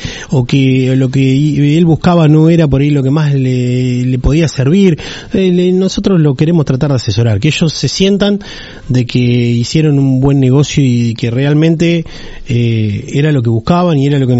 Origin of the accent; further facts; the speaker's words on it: Bahía Blanca, Buenos Aires Province, Argentina; nosotros somos de Bahía, nosotros nos sentimos ya casi parte de Punta Alta.